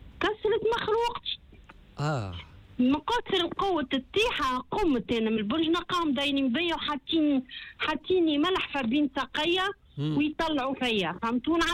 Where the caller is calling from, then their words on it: Tunisia; أنا مواطنة تونسية